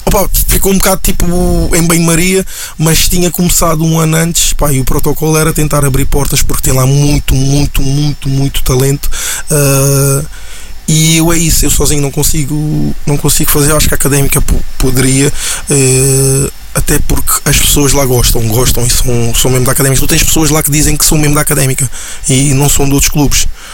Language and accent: Portuguese; Cape Verde; now in Portugal; eu sou cabo-verdiano